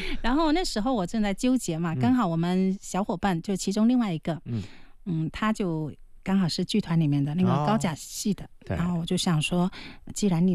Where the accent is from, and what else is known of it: Jinjiang, Fujian, China; born or raised there